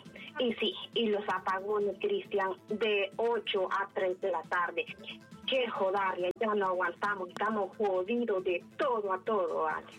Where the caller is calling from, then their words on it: San Antonio de Flores, El Paraíso, Honduras; Yo hablo de aquí, San Antonio de Flores